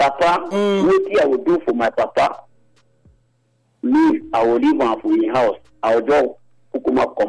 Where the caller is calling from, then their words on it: Bolivia; I'm calling from Bolivia.